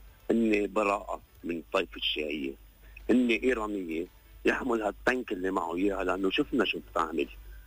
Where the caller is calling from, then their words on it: Lebanon; انا لبناني مثلك، انا شريكك بهذا الوطن